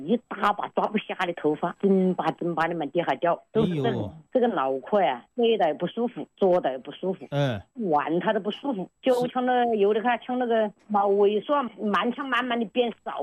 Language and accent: Chinese; Xiantao, Hubei, China; moved away; 我老家在仙桃